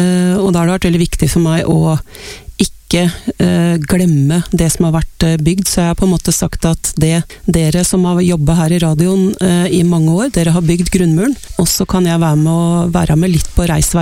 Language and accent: Norwegian; Oslo, Norway; now in Toten, Norway; Jeg kommer fra Kjelsås I Oslo.